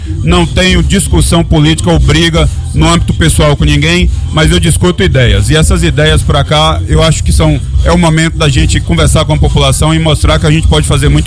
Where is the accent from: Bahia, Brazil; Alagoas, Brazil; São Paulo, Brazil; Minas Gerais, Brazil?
Bahia, Brazil; Barreiras; Eu que sou oestino, né? Nascido e criado em Barreiras, então eu conheço a realidade de Serra do Ramalho e toda a região desde cedo.